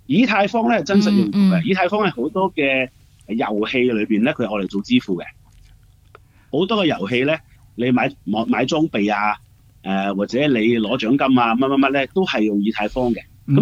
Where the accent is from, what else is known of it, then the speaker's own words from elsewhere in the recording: Guangdong, China; 我哋广东人有一句即係老话就叫做冇咁大隻蛤乸随街